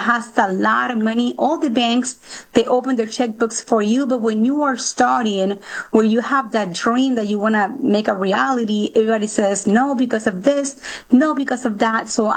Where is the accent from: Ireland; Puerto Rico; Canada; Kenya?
Puerto Rico; Aguadilla; I was born and raised in Aguadilla, Puerto Rico. That's the northwest section of our beautiful island.